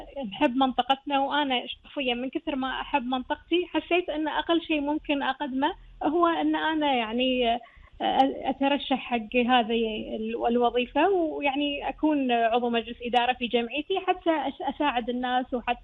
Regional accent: Kuwait; حق بلدنا الكويت

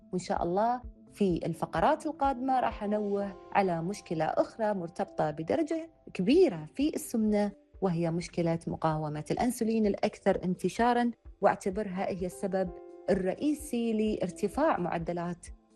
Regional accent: Kuwait; إحنا عندنا بالكويت

